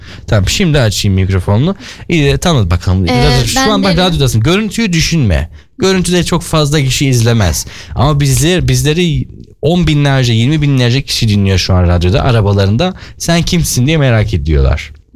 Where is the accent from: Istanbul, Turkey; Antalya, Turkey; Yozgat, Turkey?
Yozgat, Turkey; Ben neticede Türkiye'liyim ve Türkiye'yi de çok seviyorum.